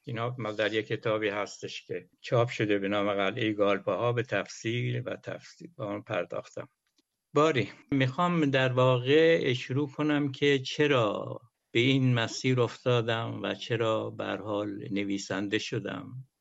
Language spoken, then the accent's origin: Persian; Iran; من توی ده دولت آباد به دنیا اومدم، مانند هر کودک روستایی که رعیت زاده بودم